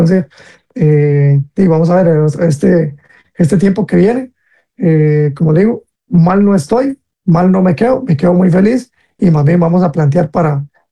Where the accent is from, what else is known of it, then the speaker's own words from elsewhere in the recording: Costa Rica; como costarricenses, nos acostumbramos a que alguien salga así de bueno cada 10 años